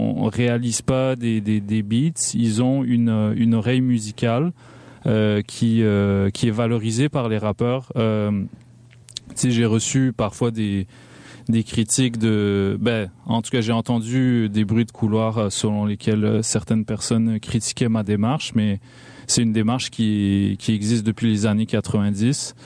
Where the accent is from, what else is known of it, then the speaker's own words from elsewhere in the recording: Montreal, Quebec, Canada; j'ai grandi à Ville-Saint-Laurent.